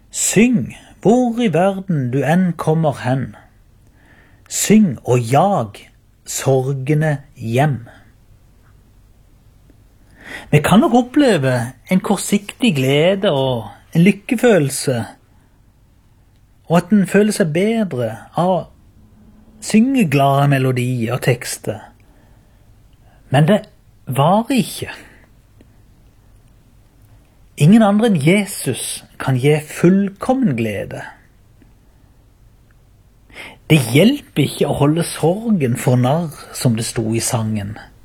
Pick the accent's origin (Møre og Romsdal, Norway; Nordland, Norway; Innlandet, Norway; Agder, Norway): Agder, Norway; Byremo